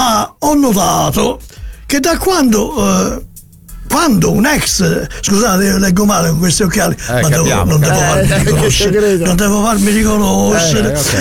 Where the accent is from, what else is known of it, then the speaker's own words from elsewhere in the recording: Naples, Campania, Italy; Ma io sono napoletano, posso mica parlare a Fiorentina? Sono napoletano.